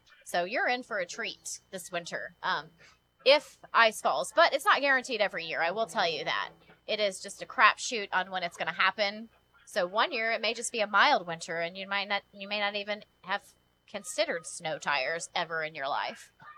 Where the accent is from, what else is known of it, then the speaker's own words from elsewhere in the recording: Evansville, Indiana, United States; I grew up in Jacobsville